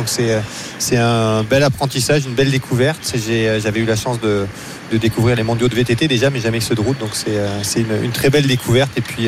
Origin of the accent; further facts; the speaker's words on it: Pyrenees, France; now in Haute-Savoie, France; je suis originaire des Pyrénées, donc ne va pas dire sur mes terres, sinon je vais me fâcher.